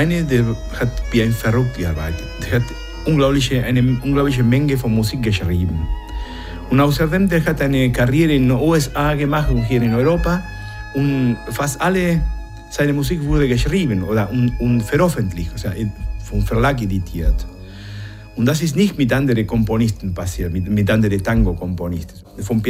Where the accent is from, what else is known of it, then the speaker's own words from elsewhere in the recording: Argentina; German is a second language; now in Germany; Ich mache Deutschland schöner mit meiner Musik, aber ich bin Argentinier.